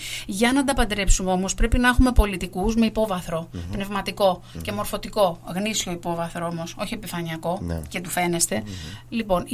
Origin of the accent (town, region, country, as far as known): Zakynthos, Ionian Islands, Greece